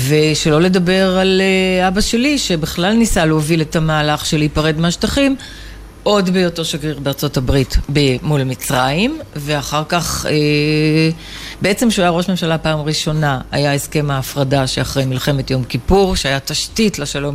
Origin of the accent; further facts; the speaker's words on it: Tel Aviv, Tel Aviv District, Israel; אבל עומר ואני גדלנו בשכונות של גנרלים.